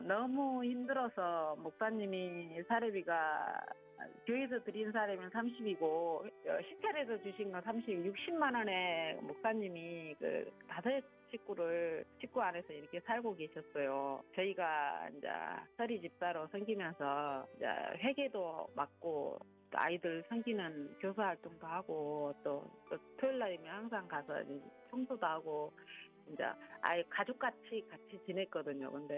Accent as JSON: {"language": "Korean", "town": "Suncheon", "region": "South Jeolla", "country": "South Korea", "tie": "born or raised there", "moved": "yes", "said": "제가 순천 사람입니다."}